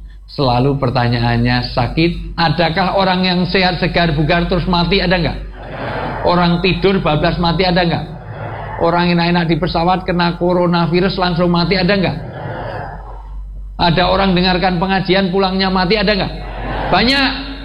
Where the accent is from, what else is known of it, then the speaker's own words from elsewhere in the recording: Java, Indonesia; saya asli orang Jawa.